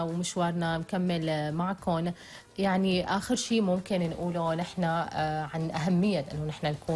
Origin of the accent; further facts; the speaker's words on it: Syria; نحن كسوريين